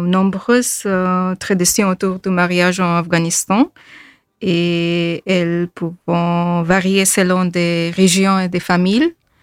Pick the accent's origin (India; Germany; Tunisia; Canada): India; Oui, j'ai grandi en Inde et j'ai assisté beaucoup des mariages de mes amis, amis de ma famille et tout.